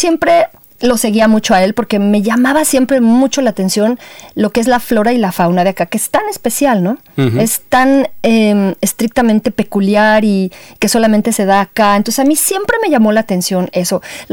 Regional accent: Mexico City, Mexico; moved away as an adult; now in Australia; siempre habíamos pensado... pues salir de la Ciudad de México y del país

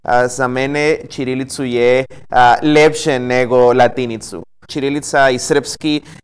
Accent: Guadalajara, Jalisco, Mexico; Serbian is a second language; now in Serbia; Ja sam iz Guadalajara, grad gde su iz tequila, mariachi, mnogo stvari, da.

